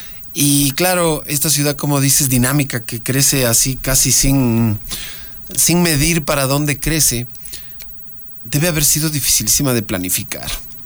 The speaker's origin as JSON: {"language": "Spanish", "town": "Quito", "region": "Pichincha", "country": "Ecuador", "tie": "born there", "said": "Yo vivía atrás del Banco del Pacífico, en las Naciones Unidas, ahí en una calle de Cuchara"}